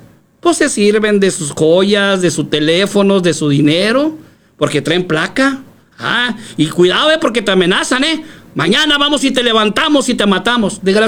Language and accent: Spanish; Ciudad Juárez, Chihuahua, Mexico; also born or lived in Mexico City; Ni yo no nací en Juárez, señores, yo nací en México, aquí me crié.